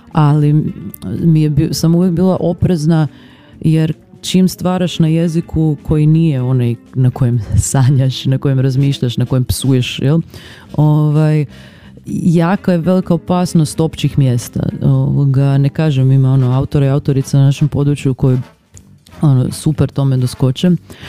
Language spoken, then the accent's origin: Croatian; Zagreb, City of Zagreb, Croatia; ja sam odrasla u Zagrebu